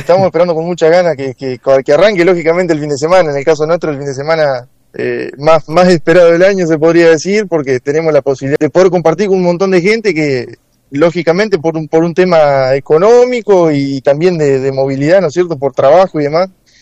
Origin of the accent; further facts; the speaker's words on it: Concepción, Argentina; somos dos acá de Concepción.